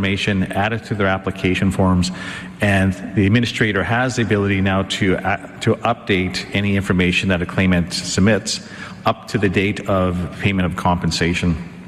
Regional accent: Garden Hill First Nation, Manitoba, Canada; I am a citizen of Garden Hill First Nation.

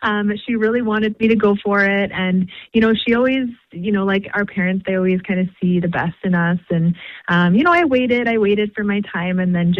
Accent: Fort McMurray, Alberta, Canada; also born or lived in Cold Lake First Nations, Alberta; But I actually grew up in Fort McMurray, Alberta, which is in Treaty 8 territory. So I always like to, you know, pay respect to where I grew up. I went to high school in Fort McMurray

